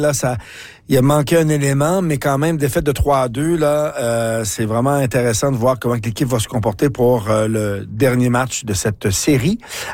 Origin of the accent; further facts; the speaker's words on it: Manitoba, Canada; chez nous au Manitoba